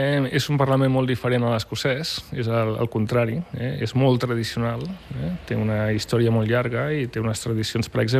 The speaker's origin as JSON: {"language": "Catalan", "town": "Barcelona", "region": "Catalonia", "country": "Spain", "also_born_or_lived": "Scotland", "moved": "as an adult", "lives_now": "London, United Kingdom", "said": "quan estava allà dalt vivint em deien d'on ets, Barcelona"}